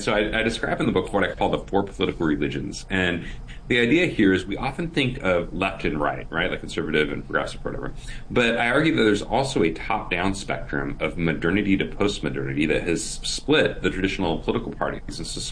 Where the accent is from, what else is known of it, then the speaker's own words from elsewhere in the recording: Portland, Oregon, United States; I live now here back in my hometown of Portland, Oregon.